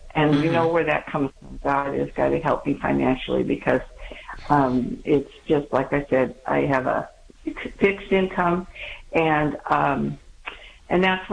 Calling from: Washington, United States; Well, I live in Washington State here

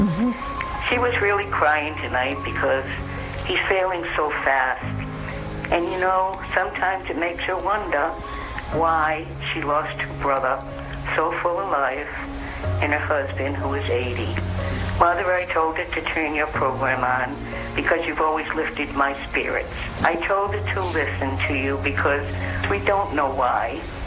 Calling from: Rhode Island, United States; I'm from Rhode Island.

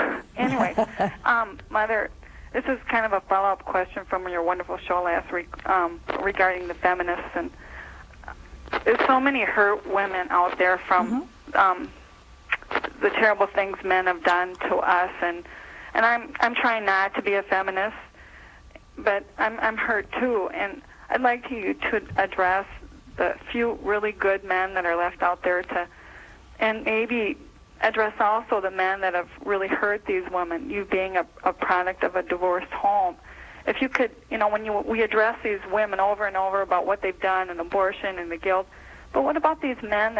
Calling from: Minnesota, United States; I'm from Minnesota

